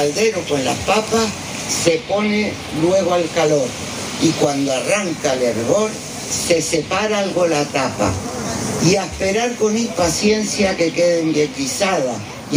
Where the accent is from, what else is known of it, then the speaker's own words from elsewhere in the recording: Canary Islands, Spain; Y así salí yo, que no se me nota nada, que no soy de Canarias.